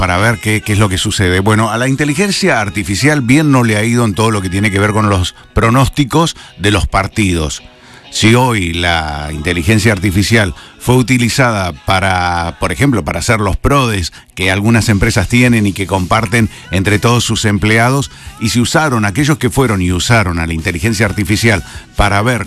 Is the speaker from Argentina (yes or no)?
yes; Argentina; somos todos argentinos